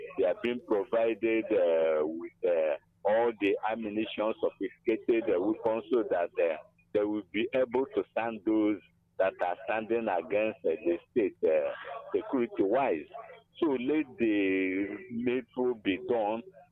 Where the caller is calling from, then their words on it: Enugu, Enugu State, Nigeria; I'm calling from Enugu.